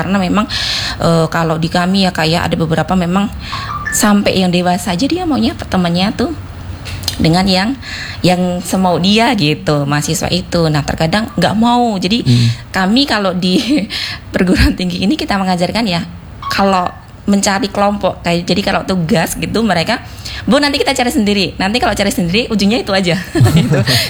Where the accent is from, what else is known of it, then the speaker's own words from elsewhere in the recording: Java, Indonesia; karena dulu saya dari Jawa ya, mohon maaf gitu